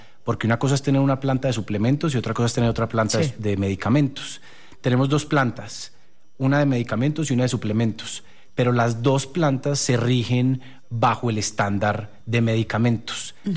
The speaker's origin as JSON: {"language": "Spanish", "country": "Mexico", "said": "para vender en el mercado mexicano, como somos orgullosamente mexicanos"}